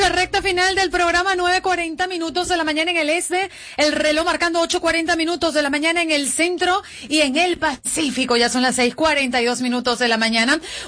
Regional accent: Venezuela; porque yo siendo venezolana y acabamos de vivir una tragedia muy similar

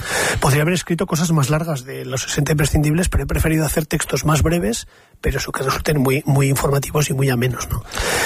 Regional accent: Pamplona, Navarre, Spain; Salimos fuera de Navarra y a cualquier sitio que vamos enseguida dices, es que somos de Pamplona.

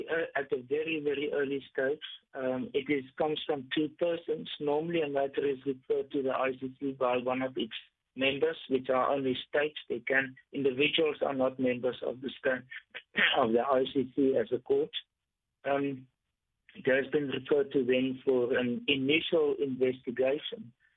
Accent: South Africa; being a South African myself

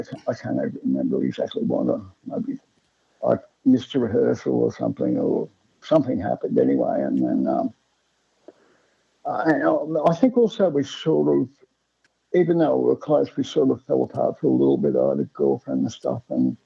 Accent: Ipswich, Queensland, Australia; When I was a kid growing up in Ipswich, I was obsessed by music.

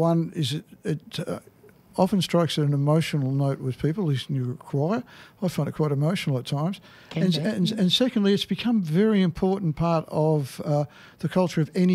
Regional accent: Geelong, Victoria, Australia; when I was growing up in Geelong many, many years ago

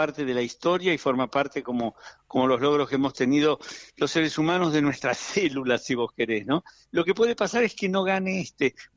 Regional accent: Argentina; soy argentino yo también

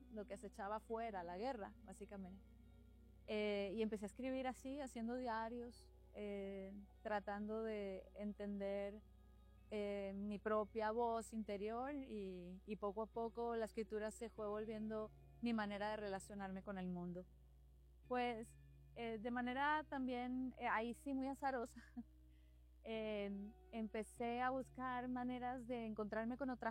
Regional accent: Barrancabermeja, Santander, Colombia; moved away as an adult; now in Ciudad Juárez / El Paso border area; Cuando vivía en mi ciudad natal, Barranca Bermeja, en el centro de mi país, Colombia, tuve una infancia muy bonita

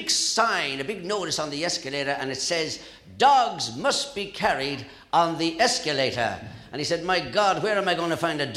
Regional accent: Waterford, Munster, Ireland; I come from Waterford City, where the lovely Crystal is made. There was 23 children in our family, and we always put my mother on a pedestal.

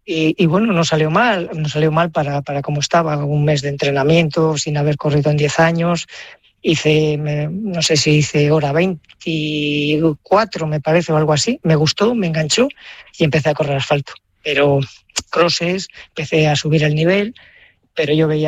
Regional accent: Barruelo de Santullán, Castile and León, Spain; also born or lived in Aguilar de Campoo / Reinosa; yo soy de Barruelo de Santullán, pero nos desplazamos a otro pueblecito, a Aguilar de Campó, y ya de allí fui a Reynosa.

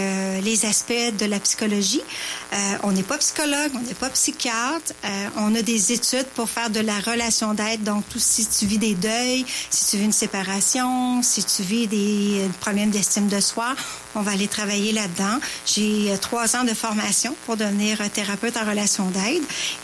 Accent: Quebec, Canada; j'ai décidé de venir faire le lancement dans ma ville natale, dans ma ville, dans chez moi, où ma famille, mon mari, mes enfants, tout le monde habite ici. Et mon cœur est ici.

